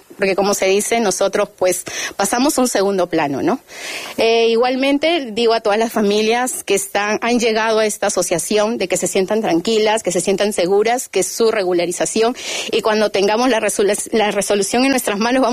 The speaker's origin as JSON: {"language": "Spanish", "country": "Peru", "moved": "as an adult", "lives_now": "Morés, Spain", "said": "yo soy peruana"}